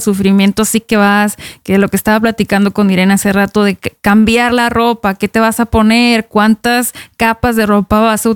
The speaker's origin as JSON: {"language": "Spanish", "town": "Ensenada", "region": "Baja California", "country": "Mexico", "moved": "as an adult", "lives_now": "Norway", "said": "yo soy ensenadense, y aunque es muy seco el clima, Ensenada es mucho más frío que La Paz. Entonces, bueno, allá de donde yo soy, nada más llueve tantito"}